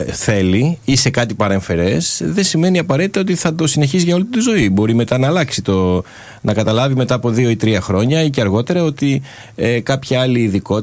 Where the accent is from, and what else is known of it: Greece